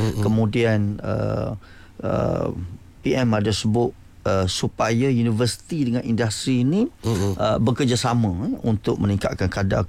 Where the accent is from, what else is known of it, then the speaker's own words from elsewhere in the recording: Pasir Puteh, Kelantan, Malaysia; Jadi saya sebagai anak Kelantan lahir di Pasir Putih